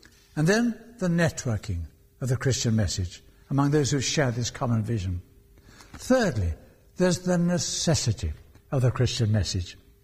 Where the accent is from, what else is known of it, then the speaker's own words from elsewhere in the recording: London, United Kingdom; from my own standpoint as a Londoner, the fact is the very ends of the earth come to us in London.